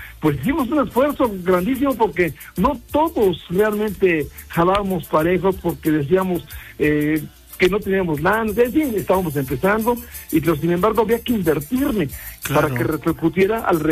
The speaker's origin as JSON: {"language": "Spanish", "country": "Mexico", "said": "nos identificaran como mexicanos"}